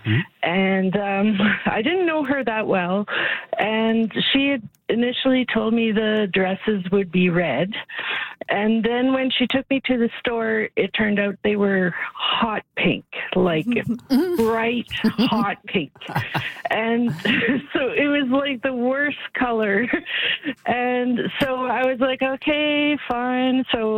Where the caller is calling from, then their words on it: Edmonton, Alberta, Canada; I'm calling from Edmonton.